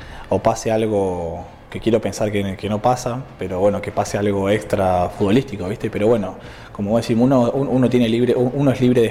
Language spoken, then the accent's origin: Spanish; Argentina